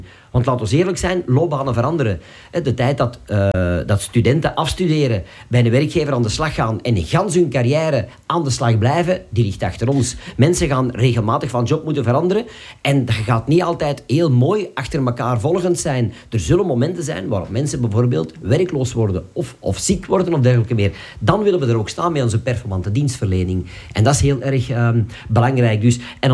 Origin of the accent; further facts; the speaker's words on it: Flanders, Belgium; also born or lived in Schaarbeek; now in Nossegem, Belgium; Ik kom uit de Kempen eigenlijk.